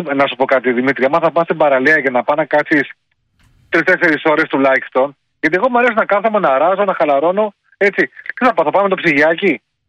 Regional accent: Velo, Peloponnese, Greece; γιατί μένω στο χωριό μου είναι το Βέλο, που είναι πριν το Κιάτο ακριβώς.

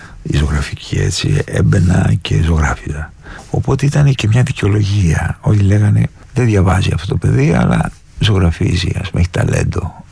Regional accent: Athens, Attica, Greece; born there; Γεννήθηκα στην Αθήνα, αλλά κατάγομαι από την Πελοπόννησο, από ένα χωριό κοντά στην Ολυμπία που λέγεται Αλφιούσα.

